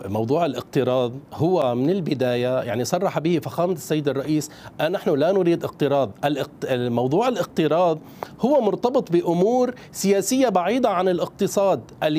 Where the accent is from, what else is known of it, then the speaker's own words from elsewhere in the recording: Syria; أنا اليوم أنا كسوري غيور على هذه البلد،